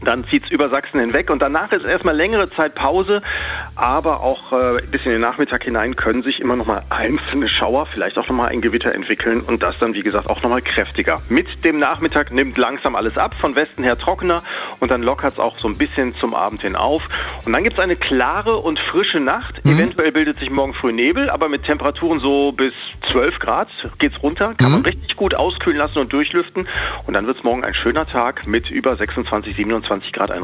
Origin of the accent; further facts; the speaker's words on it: Australia; Oh, da würde ich mich, als Australier hätte ich aber Probleme, da aufs Tor zu schießen.